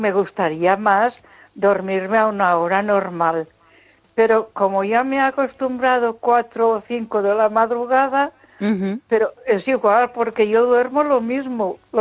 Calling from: Ponferrada, Castile and León, Spain; de Ponferrada.

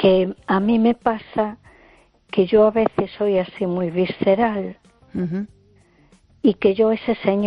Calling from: A Coruña, Galicia, Spain; de Coruña.

